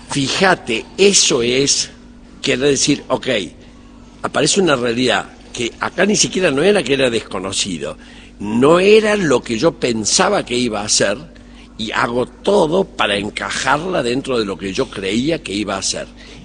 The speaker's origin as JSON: {"language": "Spanish", "region": "Córdoba", "country": "Argentina", "also_born_or_lived": "Germany", "accent": "Cordobés", "moved": "yes", "lives_now": "Uruguay", "said": "Soy cordobés a pesar de que vivo en Uruguay"}